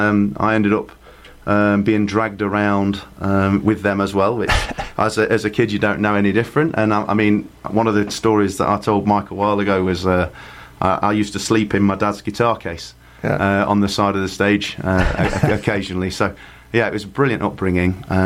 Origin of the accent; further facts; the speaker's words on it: England, United Kingdom; So it's funny, being English, country music is actually a big scene in the UK.